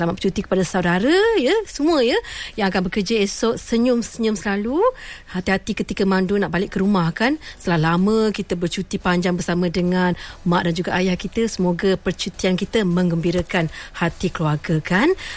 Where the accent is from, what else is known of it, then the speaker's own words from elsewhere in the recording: Negeri Sembilan, Malaysia; Ya, saya asal daripada Negeri Sembilan kan.